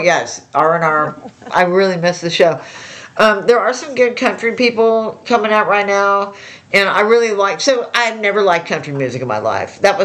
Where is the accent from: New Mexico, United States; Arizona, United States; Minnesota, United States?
Arizona, United States; I grew up on the border. I grew up on the Arizona border.